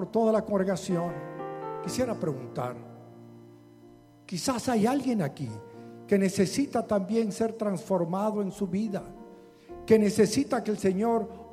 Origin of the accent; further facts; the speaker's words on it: Zacapa, Guatemala; Ay, perdone, pastor, es que soy de Zacapa. Y allá nos amamos tanto que nos decimos las verdades.